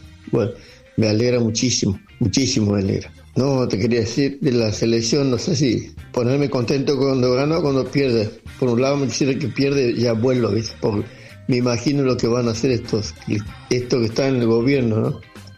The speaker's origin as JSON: {"language": "Spanish", "town": "Sumampa Corral", "region": "Santiago del Estero", "country": "Argentina", "said": "de Suncho Corral, Santiago del Estero."}